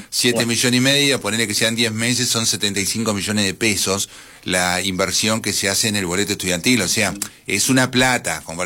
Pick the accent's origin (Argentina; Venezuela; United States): Argentina; General Conesa, Río Negro; yo vengo a estudiar a Patagones desde Conesa, no soy de Patagones